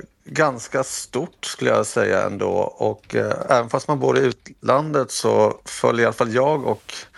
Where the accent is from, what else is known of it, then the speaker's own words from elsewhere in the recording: Sweden; now in Paris, France; Men jag vet inte hur representativ jag är för svenskar generellt här i Paris, Sverige.